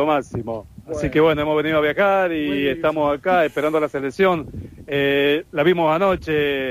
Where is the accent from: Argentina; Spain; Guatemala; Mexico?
Argentina; Mendoza; Is Mendoza, Mendoza.